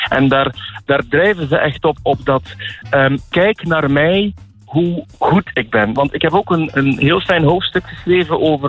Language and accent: Dutch; Italy; Wij weten van onszelf als Italianen, dat we de beste zijn